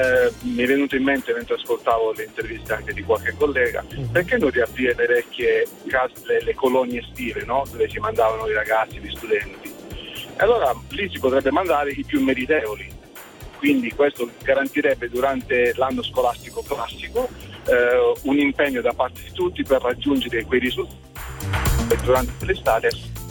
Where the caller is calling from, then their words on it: Polignano a Mare, Apulia, Italy; chiamo dalla Puglia, sto guidando, sto rientrando dopo un weekend del Salento, ritorno verso Polignano